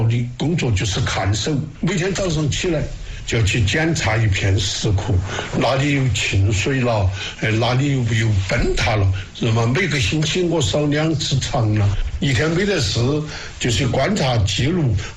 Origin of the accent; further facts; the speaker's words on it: Sichuan, China; 你们叫热闹，我们四川人叫闹热。